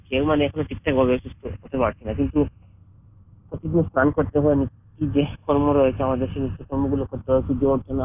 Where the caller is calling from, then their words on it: India; আজকে আমরা গর্বিত ভারতবর্ষে আমাদের জন্ম হয়